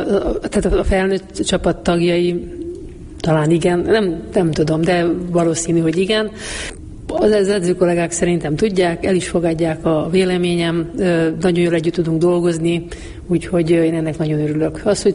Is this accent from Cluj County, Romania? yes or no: no; Mureș County, Romania; now in Budapest, Hungary; én Erdélybe születtem, Marosvásárhely mellett, és hát Marosvásárhelyen kezdtem el igazán kézilabdázni.